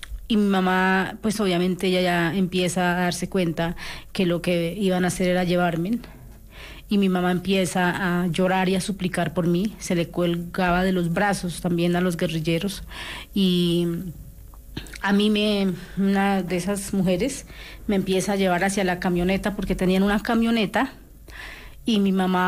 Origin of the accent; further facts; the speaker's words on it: Casanare, Colombia; yo soy del departamento del Casanare.